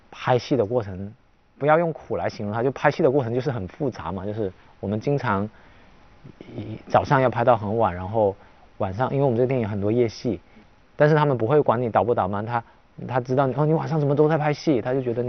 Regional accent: Guangdong, China; accent: Shantou; 因为都是潮汕人呐、大家很容易。我去到不同国家，我是会换着口音跟不同的潮汕人交流的

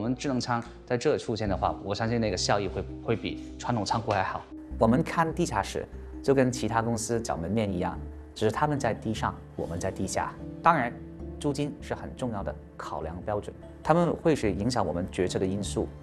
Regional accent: Hong Kong; moved away as an adult; now in Beijing, China

